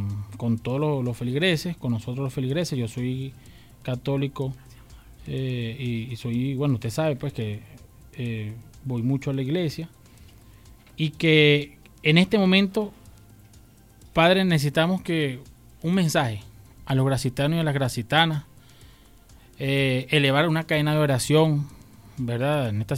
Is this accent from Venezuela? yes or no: yes; Venezuela; como primero como venezolanos